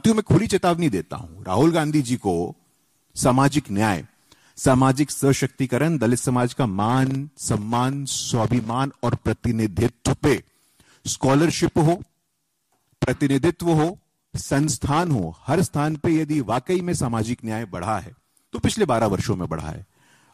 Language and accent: Hindi; Bihar, India; मैं बिहार का रहने वाला हूं